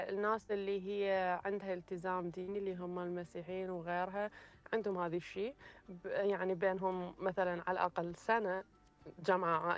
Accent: Iraq; مثلاً اللي عندنا بالعراق اللي أنت دائماً تشيك على أقاربك دائماً تشوفهم، هذه ما موجودة

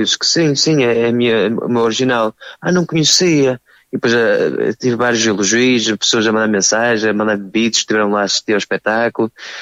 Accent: Paços de Ferreira, Norte, Portugal; born there; tive logo um espetáculo aqui na minha terra, nas festas de Passos Ferreira, no Corpo de Deus.

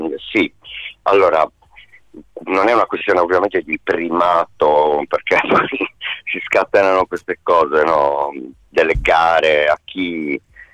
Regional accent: Iglesias, Sardinia, Italy; io e Fabio siamo cresciuti a Iglesias, cioè per le strade di Iglesias

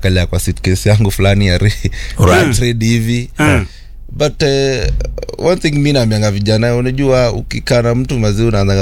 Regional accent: Butere, Kakamega County, Kenya; moved away

